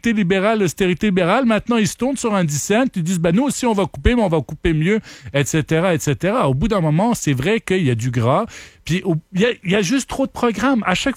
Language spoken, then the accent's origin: French; Ottawa, Ontario, Canada; parce qu'écoute, moi je viens d'Ottawa, on l'avait fait à Ottawa de couper de 2 %